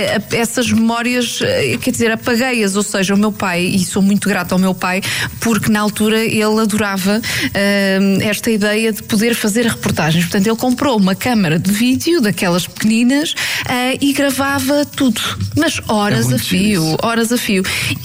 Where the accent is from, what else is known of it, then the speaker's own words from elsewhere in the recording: Porto, Norte, Portugal; moved away as an adult; now in Lisbon, Portugal; Eu nasci no Porto e vivi praticamente a minha vida toda no Porto até aos 29 anos. Depois vim aqui para Lisboa.